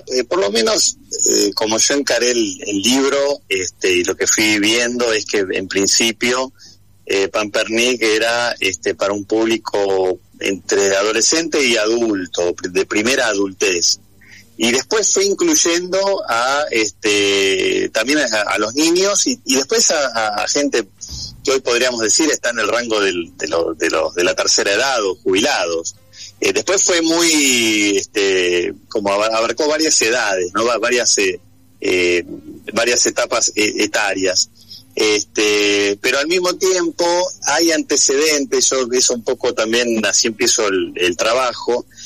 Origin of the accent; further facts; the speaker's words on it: Buenos Aires, Argentina; Yo soy nacido y criado en Liniers y me iba al local que estaba en Floresta